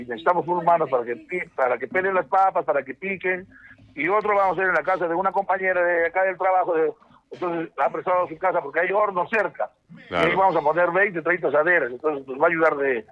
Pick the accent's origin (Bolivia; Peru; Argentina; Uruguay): Peru; Arequipa